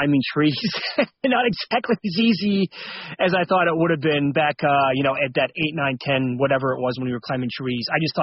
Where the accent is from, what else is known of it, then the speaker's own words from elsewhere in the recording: Midwest, United States; We're tough, man. We're leathered back there.